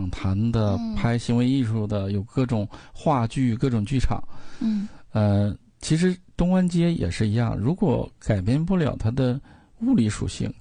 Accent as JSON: {"language": "Chinese", "town": "Dalian", "region": "Liaoning", "country": "China", "said": "因为他知道我是大连的嘛"}